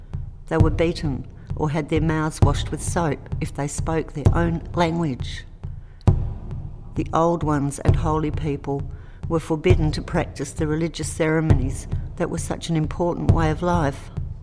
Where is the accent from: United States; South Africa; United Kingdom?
United Kingdom; England; born there; which is quite appropriate due to the fact that I was born in England.